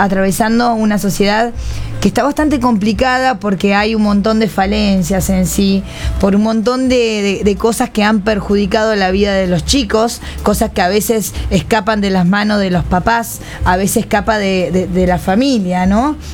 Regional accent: Uruguay; now in Argentina; A la gente de Uruguay también mis respetos, porque soy uruguaya, mis compatriotas.

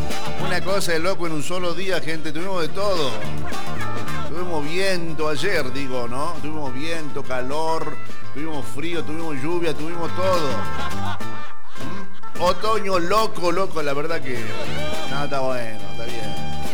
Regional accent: Argentina; Ya soy argentino

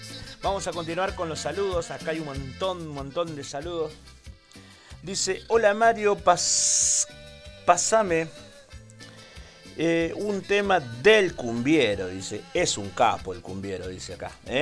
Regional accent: La Sarita, Santa Fe, Argentina; born there; Che, un saludo grande para la Sarita, que es el pueblo que me dio nacer, che.

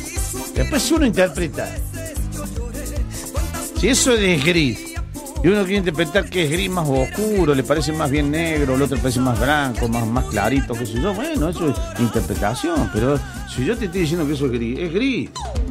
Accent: Bell Ville, Córdoba, Argentina; de Belleville, chau, Tony. Me encantó la historia, me hiciste llorar. Sí, somos así, los de Belleville somos sensibles. La gente de Belleville somos muy sensibles.

